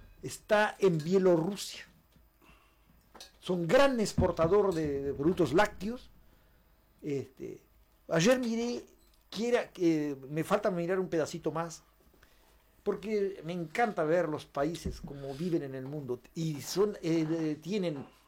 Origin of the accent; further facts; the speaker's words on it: Tranqueras, Rivera, Uruguay; siempre fueron bienvenidos al pueblo, a mi pueblo.